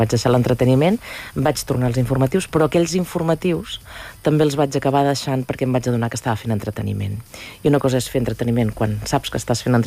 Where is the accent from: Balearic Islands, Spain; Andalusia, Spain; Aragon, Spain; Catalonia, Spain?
Catalonia, Spain; Girona; moved away as an adult; now in Barcelona, Spain; jo sóc del 1978, és a dir, que ja en tinc 48, i jo vaig néixer a Girona, vaig viure molt de temps a Girona, vaig estudiar allà, etc, etc, i vaig començar a treballar de ben petita, vinc d'una família humil